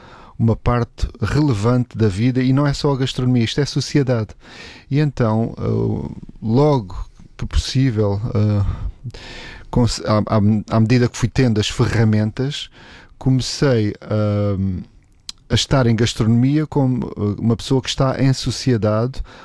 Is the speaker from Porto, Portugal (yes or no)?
no; Algarve, Portugal; moved away as an adult; now in Lisbon, Portugal; Então, eu vim lá do Algarve para Lisboa para estudar Direito